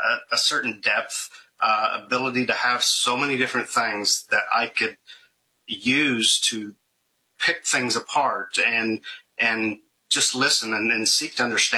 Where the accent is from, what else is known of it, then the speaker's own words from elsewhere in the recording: Emporia, Kansas, United States; I'm from Central Kansas, Emporia, Kansas, for that matter.